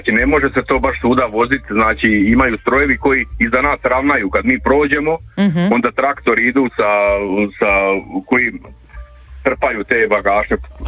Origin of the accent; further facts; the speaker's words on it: Vinkovci, Vukovar-Srijem County, Croatia; Ja sam inače iz Vinkovaca, trenutno radim u Sisku na terenu.